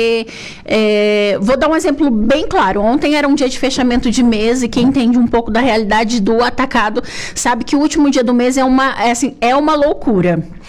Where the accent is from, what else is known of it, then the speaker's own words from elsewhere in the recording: Paraná, Brazil; moved away as an adult; also born or lived in Maringá / Curitiba; Eu sou paranaense, eu venho de lá, fui pro atacado em Maringá, fui pra Curitiba como representante e vim pra cá no atacado e tô desde então.